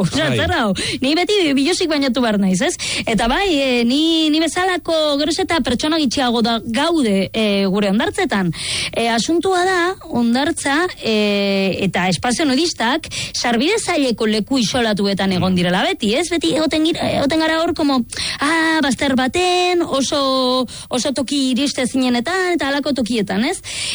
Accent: Bilbao, Basque Country, Spain; ez zaitez etorri ze Iralakoak gara super gaiztoak

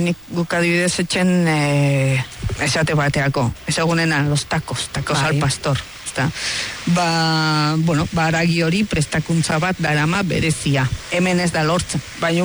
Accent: Mexico; Basque is a second language; Ez, ni beti esaten dut mexikarra naizela. Hoi ala da. Baina beti erdi bihotza euskalduna.

